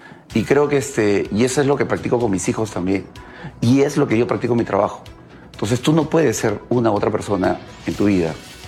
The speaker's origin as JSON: {"language": "Spanish", "country": "Peru", "said": "la joya del turismo que tenemos como peruanos"}